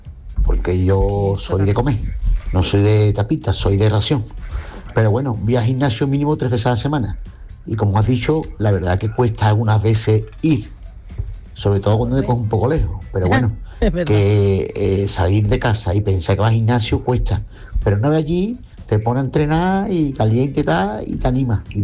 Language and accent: Spanish; Cádiz, Andalusia, Spain; Hola, Yuyu y compañía … de Cádiz.